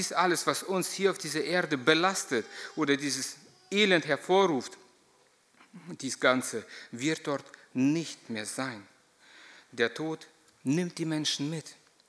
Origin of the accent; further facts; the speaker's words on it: Lower Saxony, Germany; Hier bei uns in Emsland damals schon konntest du das alles nicht so offen stehen lassen.